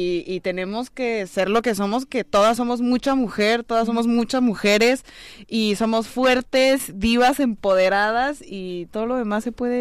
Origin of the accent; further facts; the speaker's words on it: Mexico City, Mexico; De la Ciudad de México, Chilanga.